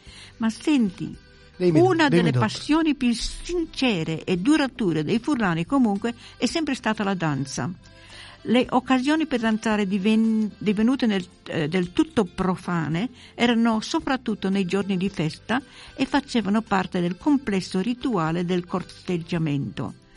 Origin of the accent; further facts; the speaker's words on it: Friuli-Venezia Giulia, Italy; durante la mia infanzia in Friuli